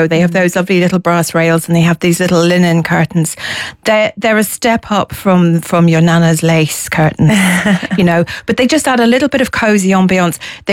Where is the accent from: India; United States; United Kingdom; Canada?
United Kingdom; London; moved away; I'm from London originally